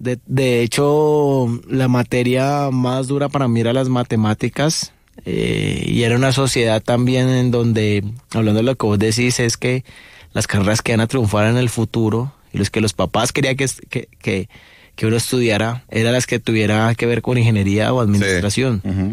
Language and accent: Spanish; Cali, Valle del Cauca, Colombia; Yo salí del San Luis Gonzaga, del barrio Granada, al noroeste de Cali.